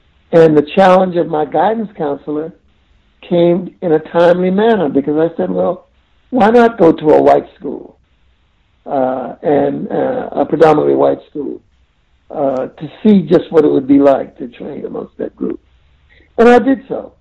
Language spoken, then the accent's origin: English; South Carolina, United States; born there; First of all, I was born in Charleston County, South Carolina